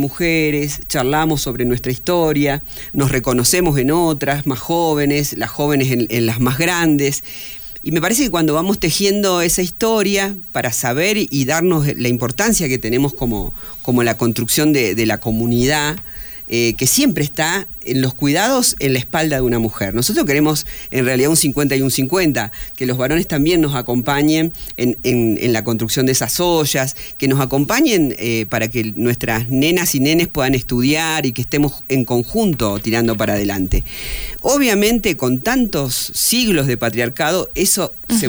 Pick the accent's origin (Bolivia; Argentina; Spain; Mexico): Argentina